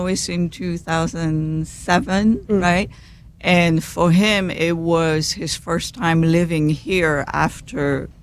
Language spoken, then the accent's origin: English; Belgium; first language French; English is a second language; moved away as an adult; also born or lived in Huntsville, Alabama; now in United States; So as you can tell, I have a little bit of an accent. I'm originally from Belgium, and French is my native language. I came to the United States a long time ago with a scholarship after university.